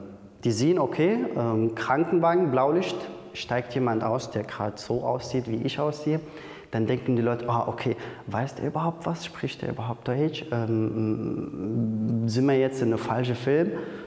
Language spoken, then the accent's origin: German; Syria; German is a second language; now in Germany; Ich komme aus Syrien, ich bin 17. Ich bin hier wegen meiner Zukunft.